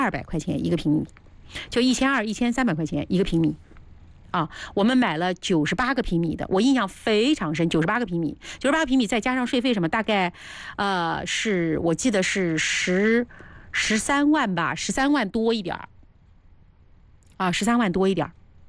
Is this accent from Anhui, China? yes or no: yes; Tongling, Anhui, China; moved away as an adult; now in Hefei, China; 然后我们当时在铜陵，就我老家在铜陵嘛